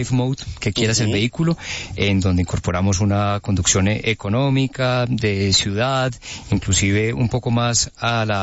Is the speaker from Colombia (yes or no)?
yes; Colombia; ¿Será que fue en Colombia, en mi país?